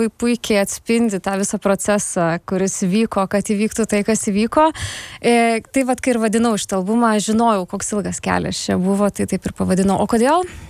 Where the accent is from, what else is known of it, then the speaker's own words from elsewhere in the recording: Kretinga, Klaipėda County, Lithuania; moved away as an adult; now in Vilnius, Lithuania; aš iš Žemaitijos, Kretingos esu, bet nuo 18 jau nebe, tai nežinau. Vis tiek širdis Kretingoj, sakyčiau Kretingiškė, parvažiuoju, dabar dar dažniau, bet jau kuris laikas nebe.